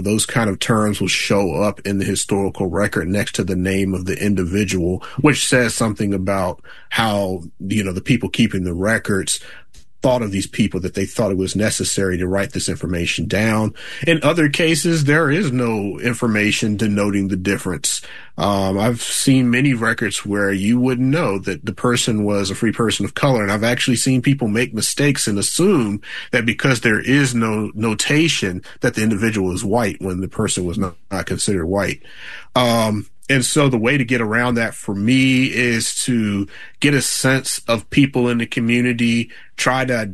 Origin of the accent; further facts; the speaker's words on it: Virginia, United States; I grew up in Virginia as well.